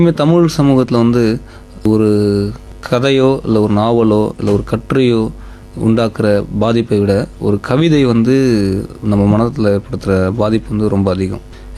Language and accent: Tamil; India; also born or lived in Kanchipuram; now in Chennai, India; நான் கிராமத்தில் பிறந்து வளர்ந்தவன், படித்தது நகரத்தில் காஞ்சிபுரம், இப்போ வாழ்ந்துட்டு இருக்கிறது சென்னை மாநகரம்.